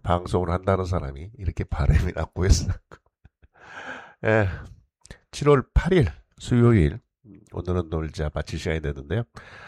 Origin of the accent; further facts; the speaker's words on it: South Korea; 저는 한국 사람